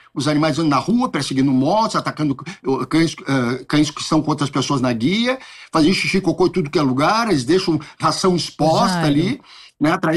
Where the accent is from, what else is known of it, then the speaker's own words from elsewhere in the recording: Porto Alegre, Rio Grande do Sul, Brazil; Eu sou de Porto Alegre